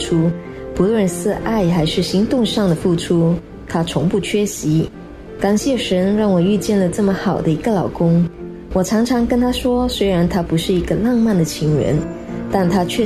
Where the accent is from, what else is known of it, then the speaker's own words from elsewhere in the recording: Malaysia; 大家好，